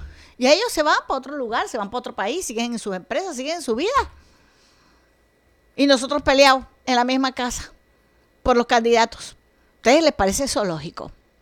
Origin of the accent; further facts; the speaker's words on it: Colombia; Todos somos colombianos